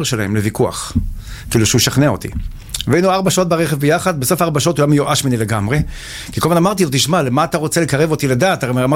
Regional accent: Kiryat Tivon, Northern District, Israel; born there; moved away as an adult; also born or lived in Midreshet Sde Boker; now in Safed, Israel; בגיל 8, באיפשהו, בסביבות משהו כזה, המקום שם זה משבר, עברנו צפונה. והמשכתי לגדול בתוך קיר הטבעון, שזה בדיוק הפוך, שם הכל ירוק, הכל טבע

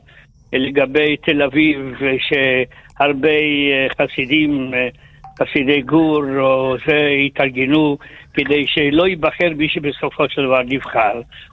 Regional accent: Haifa, Haifa District, Israel; אני חיפאי

